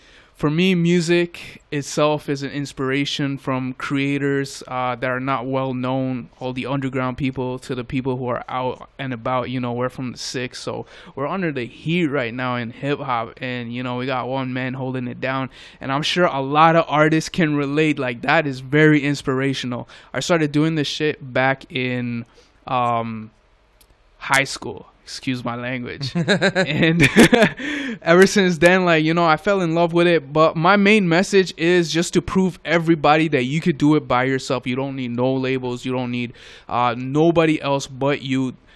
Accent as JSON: {"language": "English", "town": "Toronto", "region": "Ontario", "country": "Canada", "said": "What's up? I'm an artist from Toronto."}